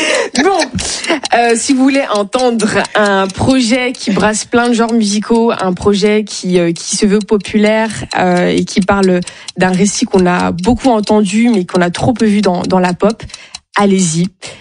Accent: Brussels, Brussels-Capital Region, Belgium; c'est une go de Bruxelles, je suis de Bruxelles, donc on a déjà les mêmes codes.

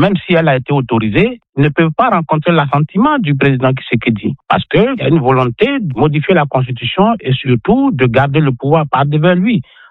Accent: Côte d’Ivoire; parce que chez nous, en Côte d'Ivoire, Laurent Gbagbo avait expérimenté cette même pratique

